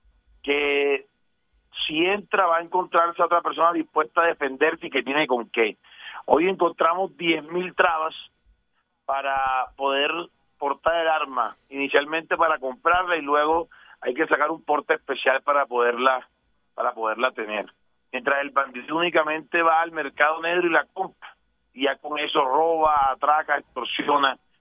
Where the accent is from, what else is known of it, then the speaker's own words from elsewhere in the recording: Magangué, Bolívar, Colombia; moved away; also born or lived in Barranquilla; como bolivarense, yo soy bolivarense, nacido y criado en Marangué, Bolívar, y pues viví gran parte de mi vida en Barranquilla.